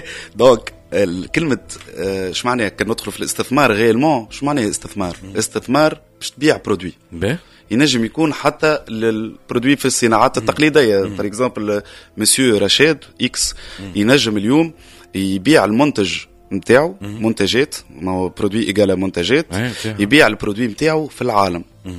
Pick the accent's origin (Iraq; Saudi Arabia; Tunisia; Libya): Tunisia; اقوى حاجه عندنا في تونس